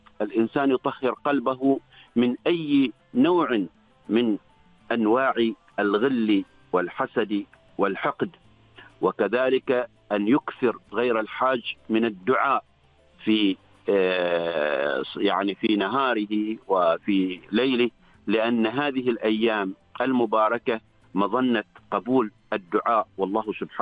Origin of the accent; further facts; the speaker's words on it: Oman; ونحن أهل عمان